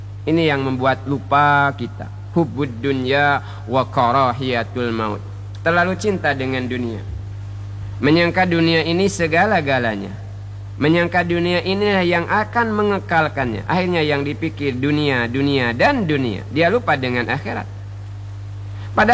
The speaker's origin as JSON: {"language": "Indonesian", "region": "Bangka Belitung Islands", "country": "Indonesia", "said": "kata kita orang Bangka."}